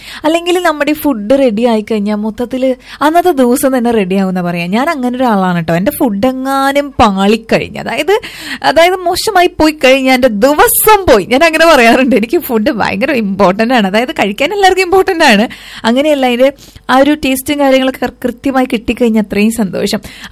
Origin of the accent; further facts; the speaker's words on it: Palakkad, Kerala, India; ഞങ്ങൾ പാലക്കാട്ടുകാരടുത്ത്